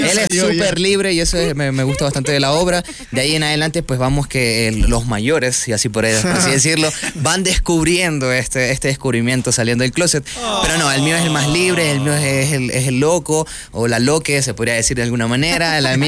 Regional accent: Guayaquil, Guayas, Ecuador; tengo 20 añitos y también soy de la ciudad de Guayaquil

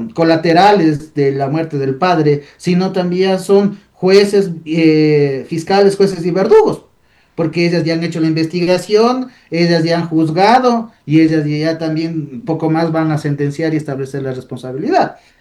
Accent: Ecuador; somos los ciudadanos ecuatorianos.

